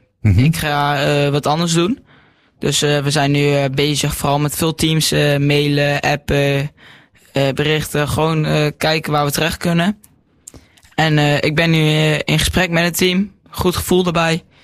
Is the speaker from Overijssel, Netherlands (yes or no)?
yes; Nijverdal, Overijssel, Netherlands; Ik kom uit Nijverdal.